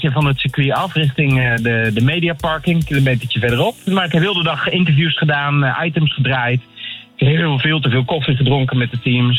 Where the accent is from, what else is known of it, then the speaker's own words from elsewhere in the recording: Zandvoort, North Holland, Netherlands; dit is ook de plek waar ik ben opgegroeid op Zandvoort.